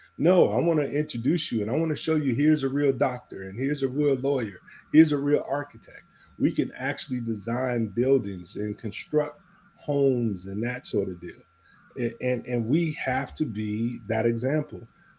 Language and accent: English; Chicago, Illinois, United States; also born or lived in Gary; I grew up in Jeffrey Manor on the south side of Chicago. I lived in Gary for a number of years as a kid. We moved around a lot